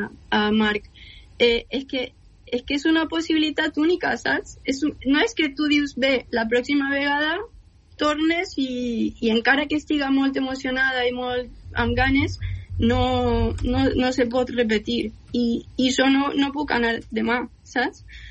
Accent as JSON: {"language": "Catalan", "country": "Argentina", "also_born_or_lived": "Menorca / Barcelona", "second_language": "Catalan", "moved": "yes", "lives_now": "Valencia, Spain", "said": "és que sóc argentina, però visc ací a València i vaig viure 5 anys a Menorca."}